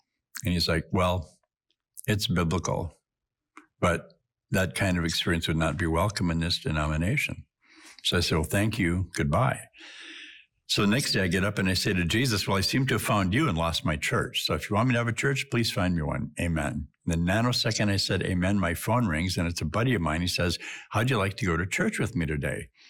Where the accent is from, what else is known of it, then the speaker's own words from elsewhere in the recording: Duluth, Minnesota, United States; the bishop of my hometown, the Bishop of Duluth.